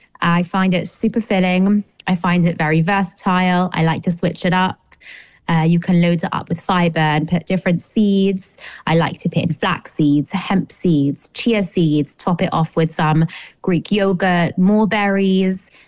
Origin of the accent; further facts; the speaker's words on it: London, United Kingdom; moved away; I'm from London originally, and the schooling's a little different.